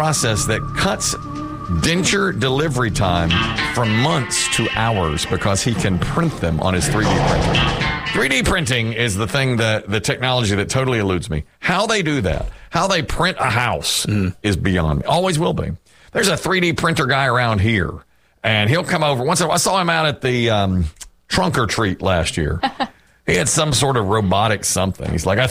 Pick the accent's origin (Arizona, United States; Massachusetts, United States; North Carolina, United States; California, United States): North Carolina, United States; Asheboro; I'm from Asheboro.